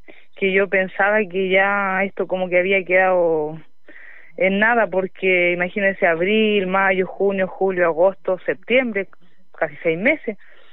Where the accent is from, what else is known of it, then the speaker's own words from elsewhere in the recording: Galvarino, Araucanía, Chile; de acá de Galvarino, de acá yo soy nacida y criada.